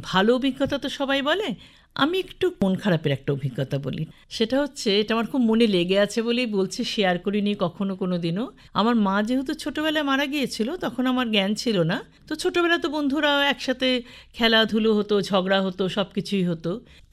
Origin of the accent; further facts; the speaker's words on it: Siliguri, West Bengal, India; আমার জন্ম শিলিগুড়িতে 1960 সালে। আমার জ্ঞান হওয়ার পর থেকেই জেনেছি আর কি, আমি আমার দাদুর বাড়িতে থাকতাম। মা যখন ছোট্টবেলায় মারা যায় 1.5 বছর বয়সে, এই দাদু ভাইয়ের বাড়িতেই আমি ছোট থেকে বড় হয়েছি।